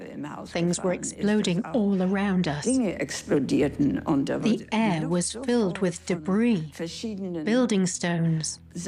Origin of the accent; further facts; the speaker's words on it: Hamburg, Germany; I'm 89 years old. I was born on November 19th, 1935, in Hamburg.